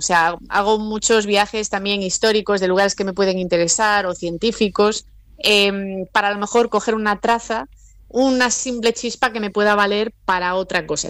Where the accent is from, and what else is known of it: Galicia, Spain